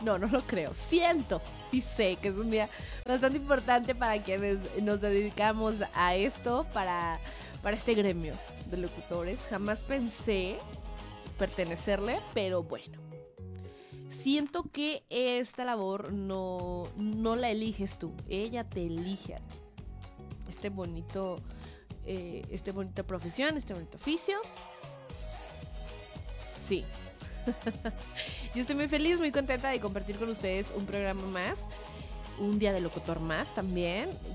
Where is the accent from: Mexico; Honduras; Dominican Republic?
Mexico; hay que festejar el mes patrio, hombre, que somos mexicanos.